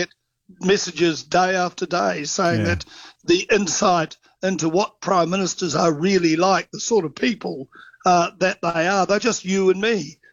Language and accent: English; New Zealand; "Look, I'm a journalist from New Zealand. Can I come out and see you?"